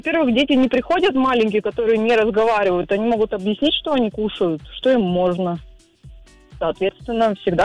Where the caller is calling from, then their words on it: Abakan, Khakassia, Russia; Я вообще с Абакана.